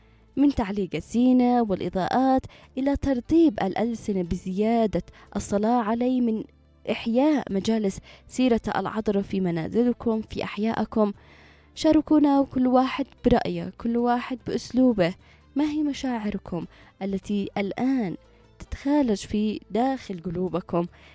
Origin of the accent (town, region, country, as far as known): Yemen